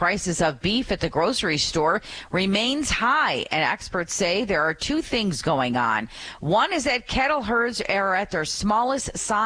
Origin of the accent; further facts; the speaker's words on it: Michigan, United States; Low 80s for my home state of Michigan. Definitely pool weather for us here.